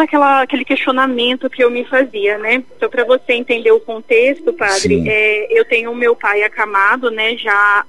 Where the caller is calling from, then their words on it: Mandaguaçu, Paraná, Brazil; Eu falo de Mandaguaçu.